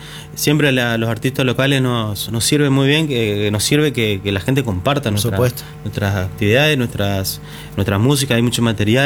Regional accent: Corrientes, Argentina; venimos de Corrientes, la cuna de San Martín

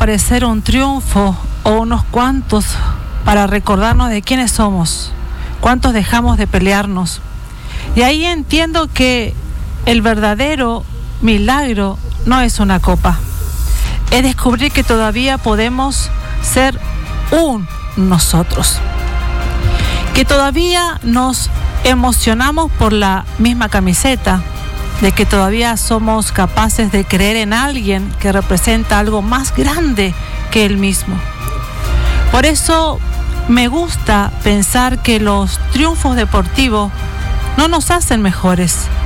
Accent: Argentina; Durante un rato somos simplemente argentinos.

